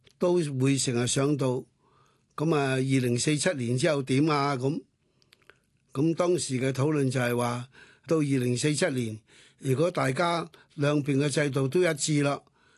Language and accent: Cantonese; Hong Kong